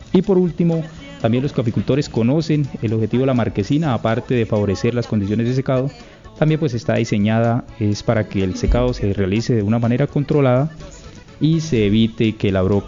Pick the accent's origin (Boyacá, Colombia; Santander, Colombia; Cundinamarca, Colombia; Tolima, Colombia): Santander, Colombia; Sucre; now in Charalá, Colombia; Bueno, yo soy santandereano, de un municipio de pronto poco escuchado, hacia el sur de Santander, exactamente el municipio de Sucre, de un corregimiento que se llama La Granja.